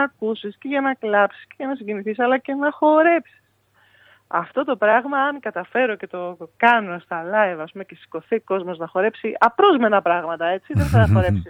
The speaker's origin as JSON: {"language": "Greek", "town": "Athens", "region": "Attica", "country": "Greece", "tie": "born there", "said": "Εγώ που γεννήθηκα στην Αθήνα και μένω στην Αθήνα, λυπηθείτε με τώρα"}